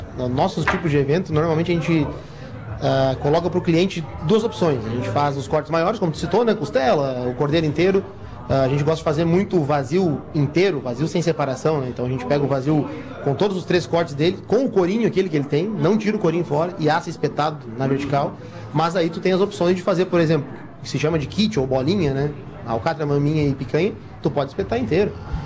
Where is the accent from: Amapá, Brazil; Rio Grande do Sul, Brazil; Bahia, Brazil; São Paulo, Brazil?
Rio Grande do Sul, Brazil; moved away; also born or lived in Santa Catarina; eu sou do litoral, eu não sou de Lagoa Vermelha.